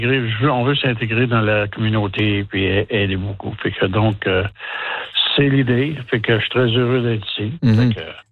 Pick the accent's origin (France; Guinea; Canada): Canada; Montreal, Quebec; Ben j'ai grandi à Montréal avec Jean-Bigot, Maurice Richard.